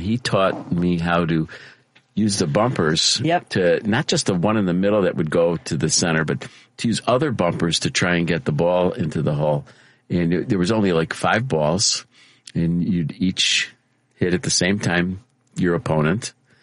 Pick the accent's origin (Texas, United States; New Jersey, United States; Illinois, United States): Illinois, United States; Foster? I grew up on Foster.